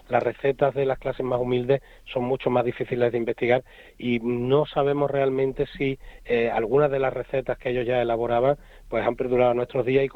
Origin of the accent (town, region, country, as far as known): Córdoba, Andalusia, Spain